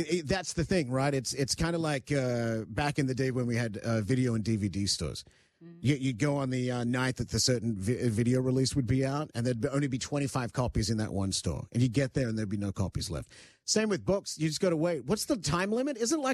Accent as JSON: {"language": "English", "country": "Australia", "tie": "born or raised there", "moved": "as an adult", "said": "Because I grew up in Australia before moving here when I was in my late 20s."}